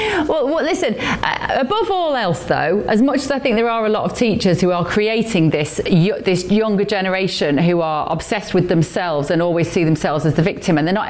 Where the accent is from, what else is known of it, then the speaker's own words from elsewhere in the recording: United Kingdom; And thank you for your service to America, I say as a Brit, but we do appreciate you very much so.